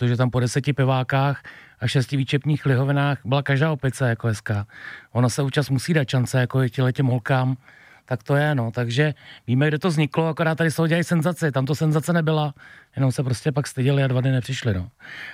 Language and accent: Czech; Svitavy, Pardubice Region, Czechia; já totiž pocházím ze Svitav a ve Svitavách máme hospodu Kongo.